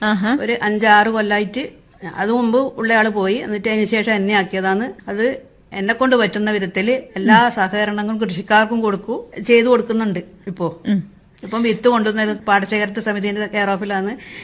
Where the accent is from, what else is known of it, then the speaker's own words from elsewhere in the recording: Kerala, India; now in Munderi, India; കുറ്റ്യാട്ടൂർ പഞ്ചായത്തിലെ മാനൂർ വില്ലേജിലാണ് എന്റെ സ്വന്തം വീട്.